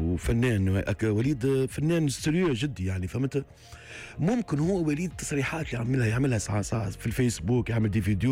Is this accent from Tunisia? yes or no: yes; Tunisia